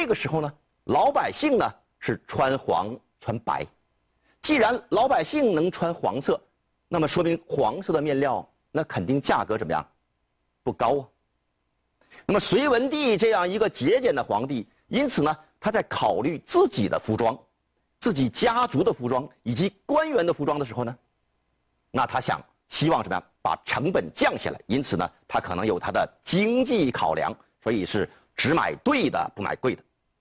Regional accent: China; 他呀、啊、给我们中国人建立了不朽的功勋。

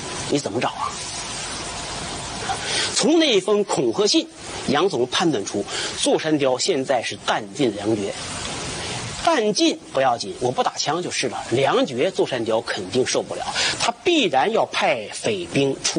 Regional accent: Mudanjiang, Heilongjiang, China; 我的家乡牡丹江一带

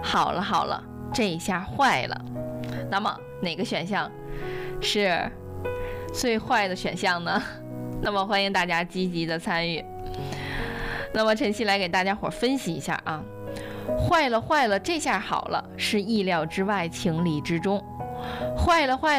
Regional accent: China; 作为一个中国人啊

